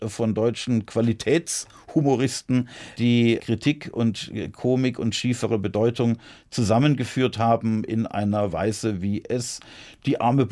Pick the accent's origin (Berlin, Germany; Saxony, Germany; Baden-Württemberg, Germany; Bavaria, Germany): Baden-Württemberg, Germany; Heilbronn; Ich bin schon 1988 erstmals in meiner Heimatstadt Heilbronn als unabhängiger Kandidat zur Landtagswahl angetreten.